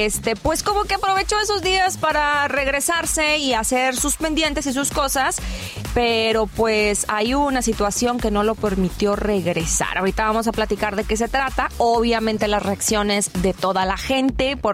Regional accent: Mexico; quienes somos mexicanos

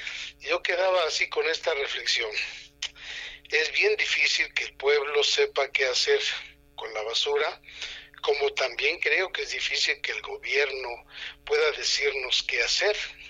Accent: El Carmen Tequexquitla, Tlaxcala, Mexico; yo soy originario del Carmen Tequisquitla, la población que está al oriente, y tenemos pues la colindancia ahí con San José Chiapa

